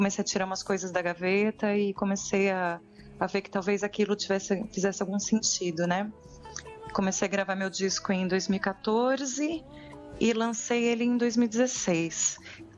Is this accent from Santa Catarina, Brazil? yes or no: no; Santo André, São Paulo, Brazil; now in São Paulo, Brazil; Eu sou do ABC, sou lá de Santo André e eu me mudei para São Paulo em 2000.